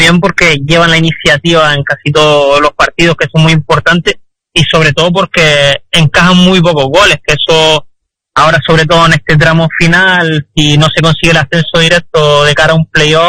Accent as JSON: {"language": "Spanish", "region": "Canary Islands", "country": "Spain", "also_born_or_lived": "India", "moved": "as an adult", "lives_now": "Indonesia", "said": "nosotros somos canarios y a mudarte a la península ya es lejos para nosotros, pero es verdad que aquí estoy en la otra punta del mundo, vamos."}